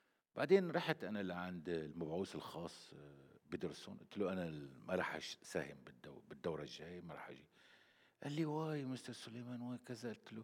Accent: Syria

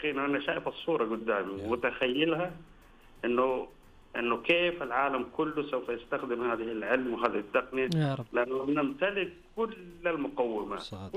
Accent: Saudi Arabia; ليس لأني أنا سعودي، إنما أفتخر أني أنا سعودي

